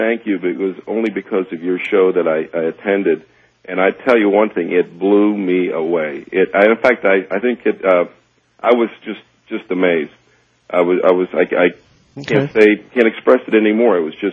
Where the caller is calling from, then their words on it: St. Petersburg, Florida, United States; in St. Petersburg, Florida.